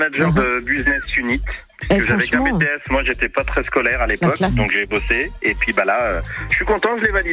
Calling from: Auvergne-Rhône-Alpes, France

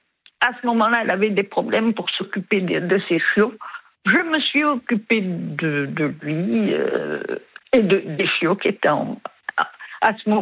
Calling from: Occitanie, France; Je suis dans l'Aude.

